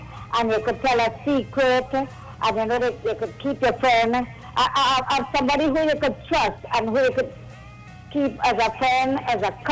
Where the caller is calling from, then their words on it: Curepe, Trinidad & Tobago; I am calling from Curep.